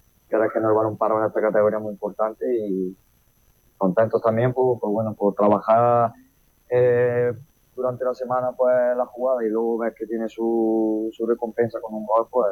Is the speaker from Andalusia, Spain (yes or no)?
yes; Andújar, Andalusia, Spain; mi primera experiencia también como entrenador con el equipo de mi pueblo